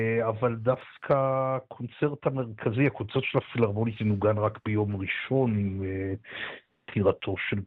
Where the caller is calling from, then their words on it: Haifa, Haifa District, Israel; כן. אוקיי. כתבתם בחיפה.